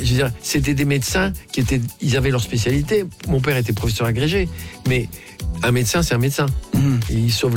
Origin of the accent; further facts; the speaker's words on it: Tunisia; now in France; ça reste ma Tunisie, ça reste ma terre natale